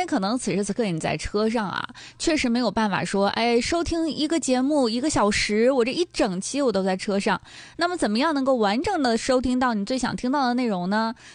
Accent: Dalian, Liaoning, China; 用我们大连话来说它是个会儿。

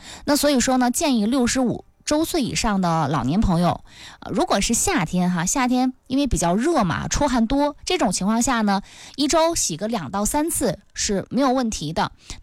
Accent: Northeast China, China; 尤其是我们东北人哈，从小到大都是搓澡的

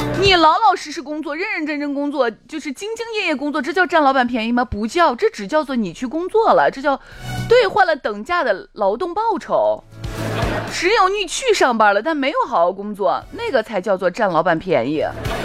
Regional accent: Shaanxi, China; 我们陕西方言女招

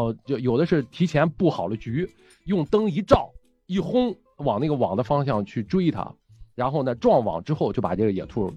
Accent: Qingdao, Shandong, China; accent: Qingdao dialect; 那我跟你说一下，叫我们青岛话叫半过色儿。

